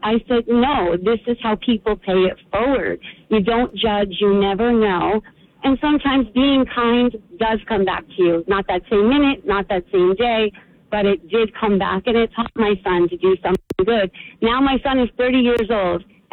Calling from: Howell, New Jersey, United States; I'm from Howell.

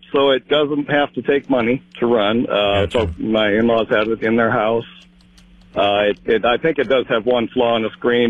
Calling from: Storm Lake, Iowa, United States; from Storm Lake.

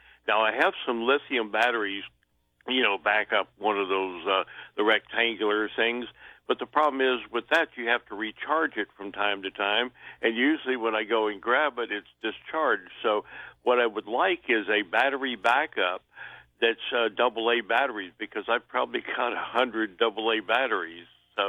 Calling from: Marina Del Rey, California, United States; here in Marina Del Rey

